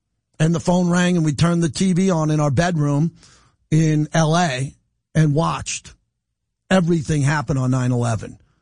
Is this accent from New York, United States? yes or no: yes; New York, United States; I'm a New Yorker.